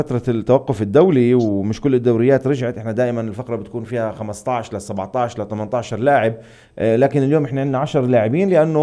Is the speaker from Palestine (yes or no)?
yes; Palestine